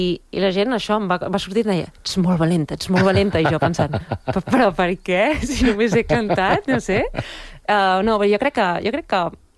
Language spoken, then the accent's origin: Catalan; Balearic Islands, Spain; born there; accent: Majorcan; first language Central Catalan; also born or lived in Barcelona; pare madrileny, mare catalana, i jo i ma germana vam néixer a Mallorca. Llavors, a casa s'ha parlat sempre castellà i català central, però de portes a fora hem parlat sempre mallorquí. Llavors, jo, la que trepitjo la illa, doncs, xer mallorquí, i amb els meus amics xer mallorquí